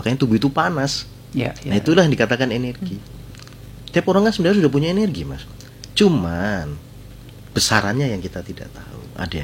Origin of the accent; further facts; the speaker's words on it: Java, Indonesia; karena kita orang Jawa